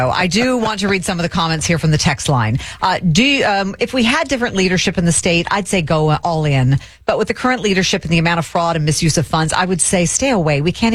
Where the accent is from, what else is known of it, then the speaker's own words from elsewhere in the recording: Sacramento, California, United States; growing up in Sacramento